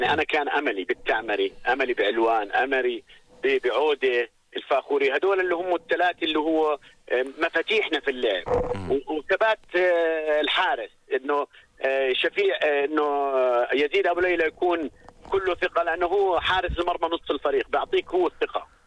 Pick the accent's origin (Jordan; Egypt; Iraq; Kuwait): Jordan; إحنا كأردنيين